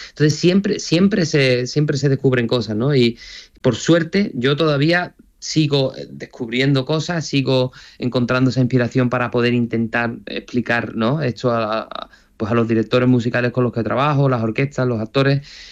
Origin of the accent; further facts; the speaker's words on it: Seville, Andalusia, Spain; now in England; cada vez que yo digo aquí que soy de Sevilla, lo primero que me dicen aquí son las naranjas, ¿sabes? Porque aquí en Inglaterra lo que es famoso de Sevilla son las naranjas.